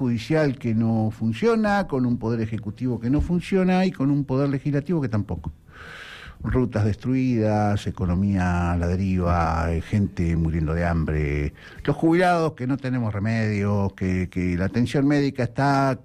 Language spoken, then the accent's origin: Spanish; Argentina; Porque somos argentinos.